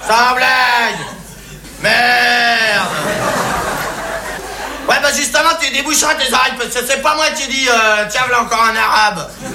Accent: France

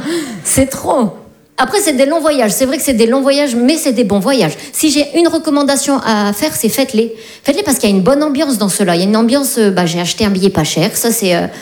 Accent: France; Parce qu'on est Français, voilà, c'est pour ça. Vous le savez, ça, que les Français dans le monde entier, on nous aime pas beaucoup.

